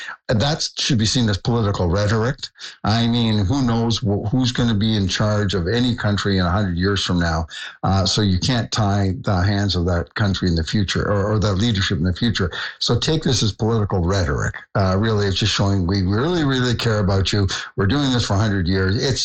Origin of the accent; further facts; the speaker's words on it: Canada; Well, I mean, as a Canadian, I would, we're now engaged in a trade war with the United States.